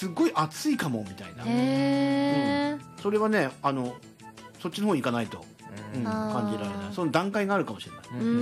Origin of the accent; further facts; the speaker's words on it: Iwate, Japan; moved away; 僕岩手県出身なんですけど、